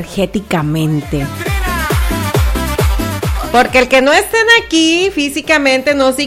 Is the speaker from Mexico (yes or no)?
yes; Mexico; somos mexicanos